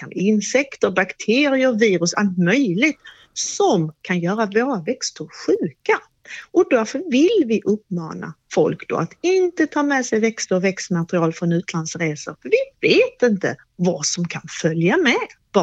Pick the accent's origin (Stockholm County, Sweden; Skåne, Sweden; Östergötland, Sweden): Skåne, Sweden; now in Jönköping area, Sweden; Jag är ju själv skåning då.